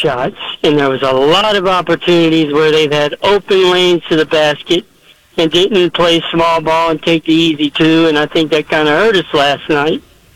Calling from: Houston, Texas, United States; I'm from the Houston area. So I'm surrounded by the whiny babies over there in Houston.

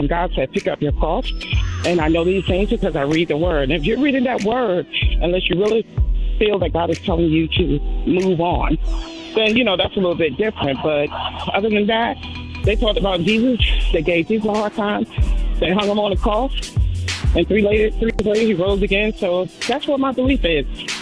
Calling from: Alexandria, Virginia, United States; I'm calling from Alexandria, Virginia.

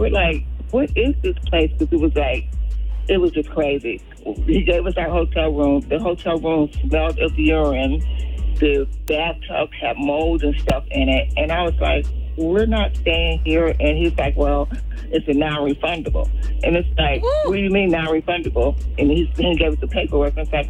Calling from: Atlanta, Georgia, United States; from Atlanta.

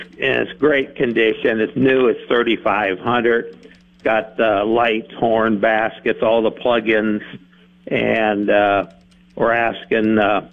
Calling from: North Sioux City, South Dakota, United States; from North Sioux.

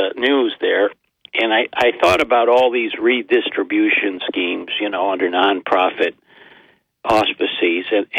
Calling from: Binghamton, New York, United States; I'm from Binghamton

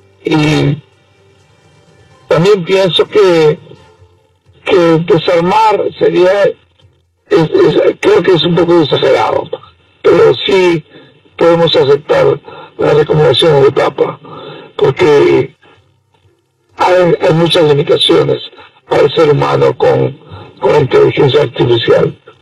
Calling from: New York, United States; le llamo de Brooklyn

